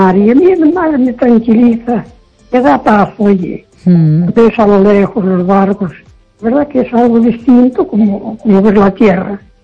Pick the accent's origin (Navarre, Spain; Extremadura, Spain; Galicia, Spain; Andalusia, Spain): Galicia, Spain; Castro de Rei; born there; now in Foz, Spain; yo nací en Caso de Rey, en Tierra Llana